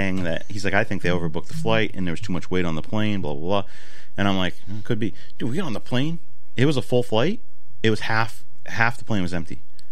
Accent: Boston, Massachusetts, United States; But I grew up in Boston, whatever.

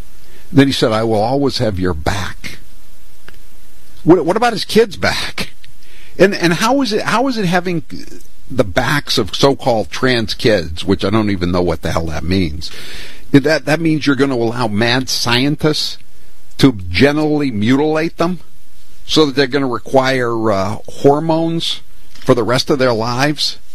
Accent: Massachusetts, United States; also born or lived in Maine; I fit all those categories except being born in Massachusetts. I was born in Maine, which is kind of like with an asterisk, by the way, because it used to be Massachusetts.

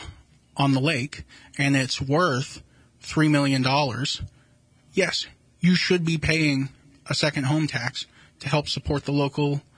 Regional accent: Charlestown, New Hampshire, United States; I grew up in Charlestown.

